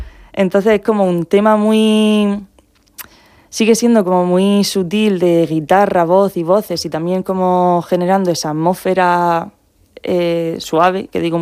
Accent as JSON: {"language": "Spanish", "town": "Molina de Segura", "region": "Region of Murcia", "country": "Spain", "said": "Yo soy de aquí"}